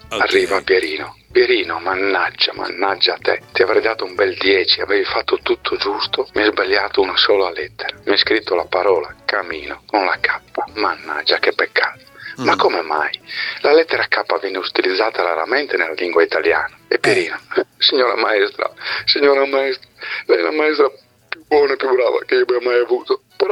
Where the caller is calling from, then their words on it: Friuli-Venezia Giulia, Italy; sono di Tostagliamento, Friuli.